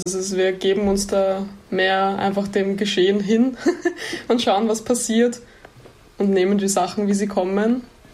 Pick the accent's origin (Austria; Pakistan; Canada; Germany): Austria; St. Pölten, Lower Austria; Ja, genau, wir kommen beide aus St. Pölten. Das ist die Hauptstadt von Niederösterreich, also das Bundesland neben Wien.